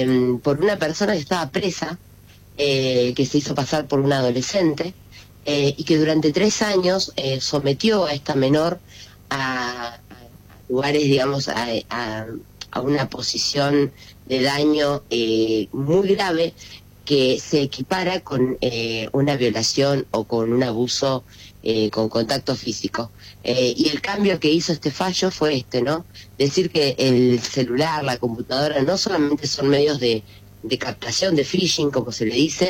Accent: Allen, Río Negro, Argentina; una nena de mi pueblo, de Allen

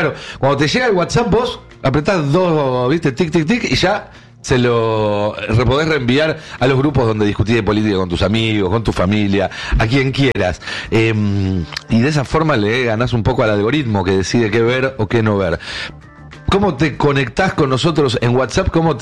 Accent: Argentina; los argentinos que realmente necesitamos viajar para hacer negocios, para constituir una empresa o lo que haga falta

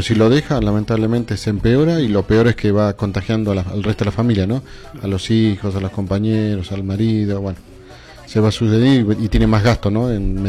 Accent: La Paz, Bolivia; now in Santa Cruz, Bolivia; nosotros que somos de allá de La Paz

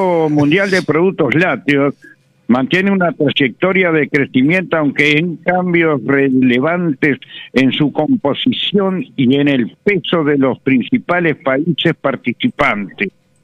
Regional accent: Uruguay; como buenos uruguayos, si no tenemos el problema, estamos buscando dónde va a estar.

